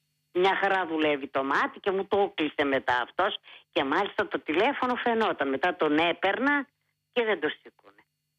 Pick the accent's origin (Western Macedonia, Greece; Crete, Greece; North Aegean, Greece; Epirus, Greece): Epirus, Greece; Arta; born there; moved away; έζησα εκεί στην Άρτα, σε χωριό